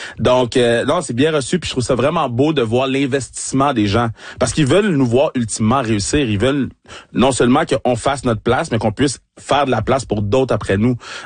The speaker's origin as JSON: {"language": "French", "town": "Laval", "region": "Quebec", "country": "Canada", "said": "ça me rappelle Montréal ou ça me rappelle Laval parce que je viens de Laval, Laval ou rien."}